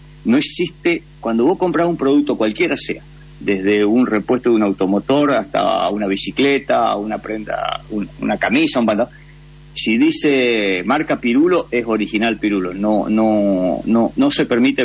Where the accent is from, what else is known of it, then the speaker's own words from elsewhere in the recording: Argentina; now in Tokyo, Japan; somos todos argentinos, somos nosotros, somos todos argentinos